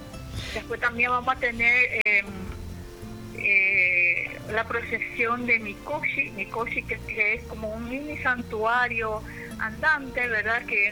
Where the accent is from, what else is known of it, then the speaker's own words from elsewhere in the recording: Paraguay; born there; nos sentimos paraguayos por haber nacido aquí, ¿verdad? Aunque de sangre somos de ascendencia japonesa.